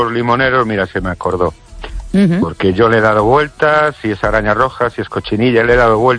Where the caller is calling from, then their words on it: Ourense, Galicia, Spain; Y Mari Carmen y oyentes … de Ourense.